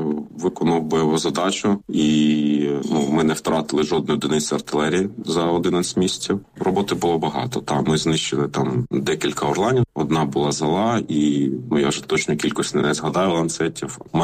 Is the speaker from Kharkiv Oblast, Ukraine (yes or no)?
no; Donetsk Oblast, Ukraine; от ми взагалі з Бахмутського району родом. І я от розумію, що тут от земля, от ну, моїх там бабусі, дідуся